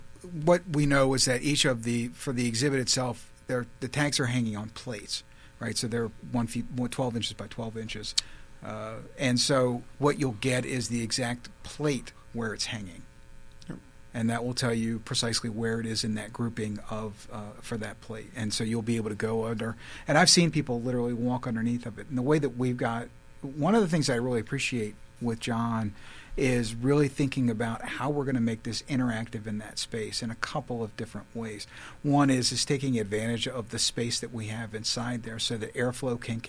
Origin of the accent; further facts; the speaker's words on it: Maryland, United States; now in Wisconsin, United States; No, Scott. I'm originally from Maryland. I moved up and down the East Coast. I moved here specifically for this job.